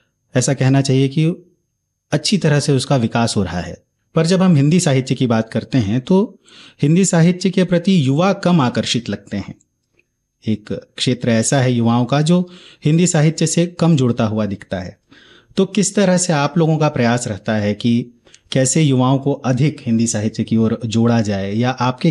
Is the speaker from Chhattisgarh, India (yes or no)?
yes; Chhattisgarh, India; हम सरगुजा के निवासी हैं